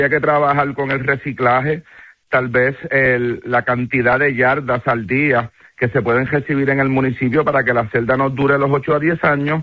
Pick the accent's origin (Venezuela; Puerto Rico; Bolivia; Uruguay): Puerto Rico; Cabo Rojo; also born or lived in Mayagüez; De toda la vida. Nací en el hospital de Mayagüez y tan pronto le dieron de alta a mi mamá, pues regresé a Cabo Rojo.